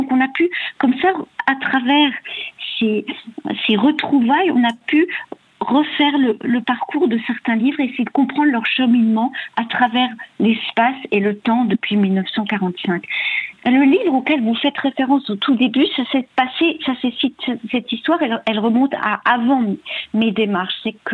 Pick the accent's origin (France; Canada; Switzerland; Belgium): Switzerland; Geneva; born there